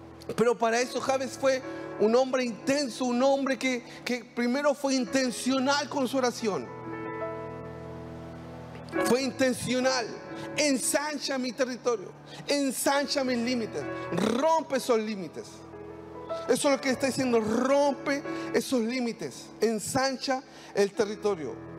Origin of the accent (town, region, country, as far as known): Concepción, Biobío, Chile; born there